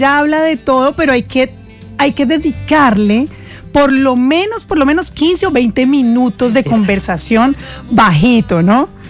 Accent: Antioquia, Colombia; Nosotros somos los colombianos y sobre todo pues del eje cafetero, la región cafetera, los paisas, la región de Antioquia.

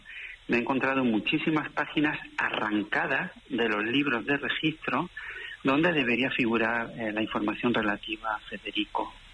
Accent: Granada, Andalusia, Spain; también como granadino quiero expresar mi deuda de gratitud

